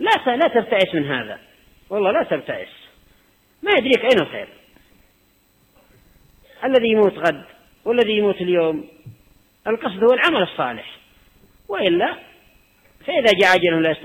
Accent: Yemen; عندنا في اليمن

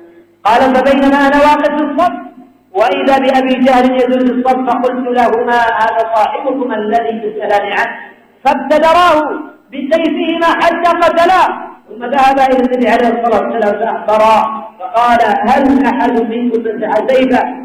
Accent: Yemen; اللهم احفظ بلادنا اليمن، اللهم احفظ بلادنا اليمن، اللهم احفظ بلادنا

